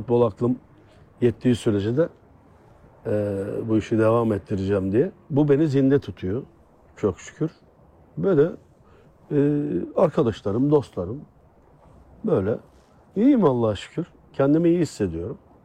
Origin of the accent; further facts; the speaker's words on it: Adana, Turkey; Adanalıyım ben.